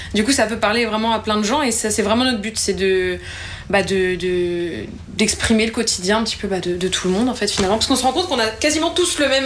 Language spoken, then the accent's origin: French; Clermont-Ferrand, Auvergne-Rhône-Alpes, France; Clermont-Ferrand. Dans le Puy-de-Dôme.